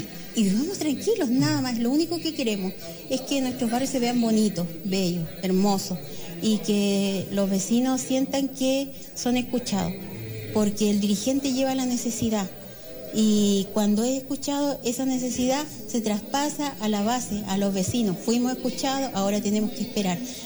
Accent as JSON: {"language": "Spanish", "town": "Castro", "region": "Los Lagos", "country": "Chile", "said": "somos vecinos de Castro, nos vemos las caras todos los días"}